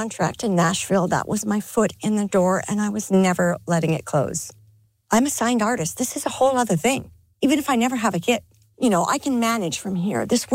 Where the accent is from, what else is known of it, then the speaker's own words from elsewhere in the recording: Timmins, Ontario, Canada; So in my hometown of Timmins, we have a very big, powerful river